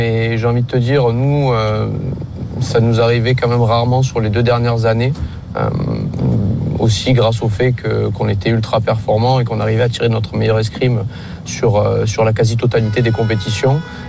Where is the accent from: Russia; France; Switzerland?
France; Marseille, Provence-Alpes-Côte d'Azur